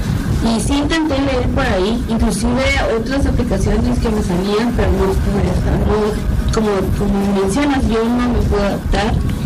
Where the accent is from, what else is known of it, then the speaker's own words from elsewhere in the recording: Tabasco, Mexico; yo soy de Tabasco también.